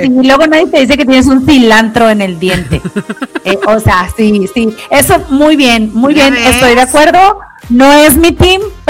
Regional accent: Mexico; para los que somos mexicanos y no somos colombianos países

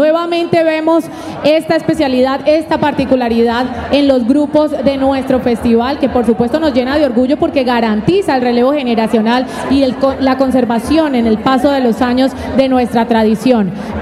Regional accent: Poquinamayo, Cauca, Colombia; born there; en el norte del Cauca se celebra en lugar es Poquinamayo, mi tierra, la vereda donde nací, el 24 de diciembre

